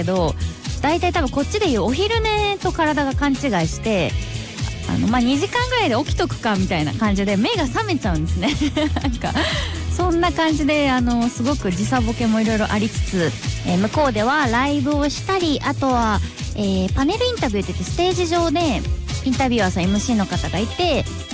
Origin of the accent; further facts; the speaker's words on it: Kansai, Japan; で、関西人としてはずっとユニバ見たいってずっと言ってたんですけど